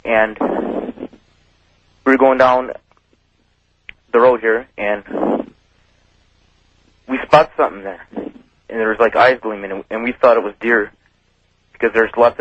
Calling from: Seymour, Wisconsin, United States; I'm calling from Seymour, Wisconsin.

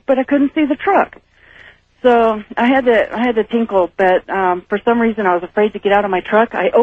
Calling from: Carson City, Nevada, United States; I'm calling from Carson City.

